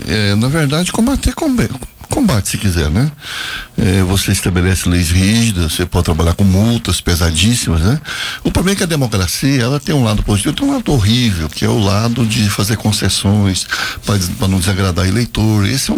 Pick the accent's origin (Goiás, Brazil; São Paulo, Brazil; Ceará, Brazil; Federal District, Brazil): Goiás, Brazil; Uruaçu; moved away as an adult; now in Anápolis, Brazil; eu fui criado em Uruaçu até dos 0 anos até os 18 anos. Mas eu nasci aqui na Vila Santa Maria de Nazaré, na rua Elias Gomes, na casa da minha tia.